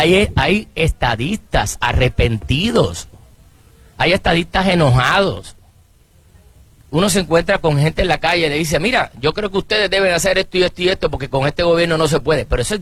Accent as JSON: {"language": "Spanish", "country": "Puerto Rico", "said": "soy puertorriqueño."}